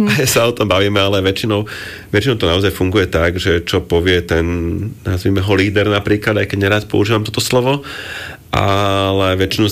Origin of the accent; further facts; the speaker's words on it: Bratislava, Bratislava Region, Slovakia; u nás v Bratislave